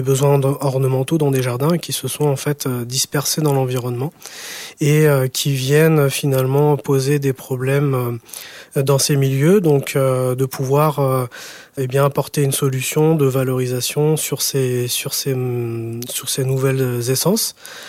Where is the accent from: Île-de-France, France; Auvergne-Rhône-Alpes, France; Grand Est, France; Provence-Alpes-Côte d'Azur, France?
Grand Est, France; Reims; moved away as an adult; now in Alès, France; À la base, je suis champenois, je suis de Reims